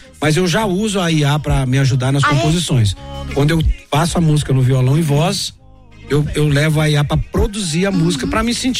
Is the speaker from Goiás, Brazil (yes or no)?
yes; Goiás, Brazil; born there; moved away; also born or lived in Morro do Chapéu, Bahia, Brazil / Uberlândia, Minas Gerais, Brazil; Nasci no Morro do Chapéu, na Bahia. E a dificuldade grande demais, nós vazou pro Goiás pra caçar comida.